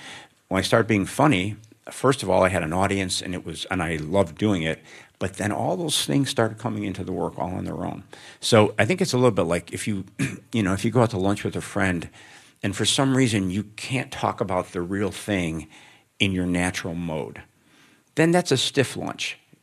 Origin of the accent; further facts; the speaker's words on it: Chicago, Illinois, United States; The bigger answer is I grew up in Chicago on the South Side. And in the late 60s and 70s.